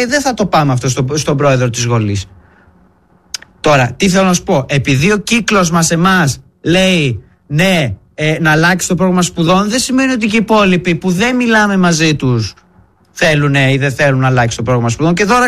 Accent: Thessaloniki, Central Macedonia, Greece; Θεσσαλονίκη.

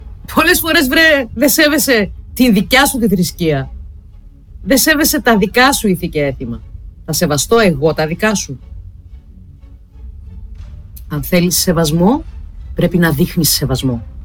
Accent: Greece; είμαι Ελληνίδα, πατριώτισα, που σέβεται την παράδοσή της, τα ήθη, τα έθιμα και τις αξίες της, που τιμά τη χώρα που τη γέννησε

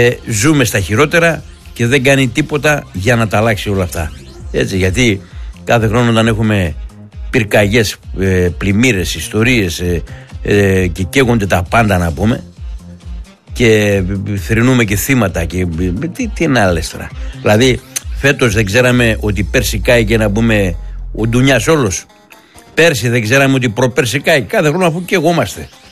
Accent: Greece; στα ξένα είμαι Έλληνας, αυτό κρατάω.

